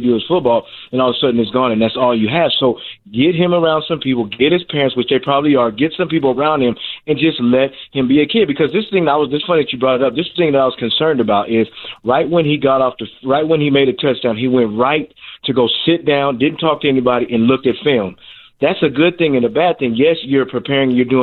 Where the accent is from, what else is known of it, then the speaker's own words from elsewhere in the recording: Denver, Colorado, United States; And the funny thing about it is I'm from Denver, Colorado, grew up watching John Elway.